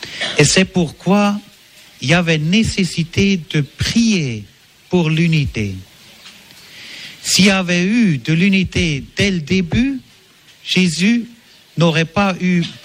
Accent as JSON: {"language": "French", "country": "Switzerland", "said": "J'aimerais faire cette expérience aussi en rentrant chez nous, en Suisse."}